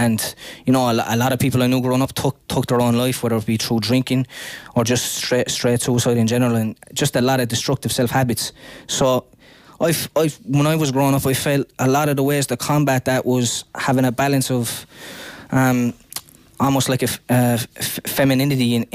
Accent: Limerick, Munster, Ireland; the stuff I heard growing up in Limerick

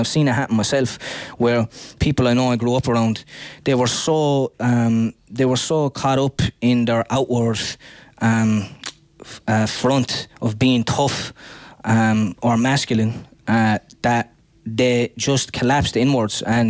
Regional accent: Limerick, Munster, Ireland; the stuff I heard growing up in Limerick

